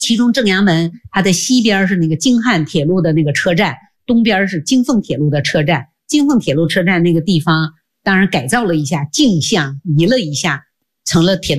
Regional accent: China; 毛主席是我们的开国领袖，是我们中国人民心目中，我觉得这个地位至高无上的英雄

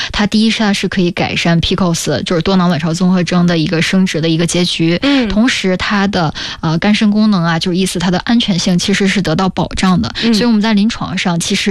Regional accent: Heilongjiang, China; 当时我在东北，因为我是黑龙江人

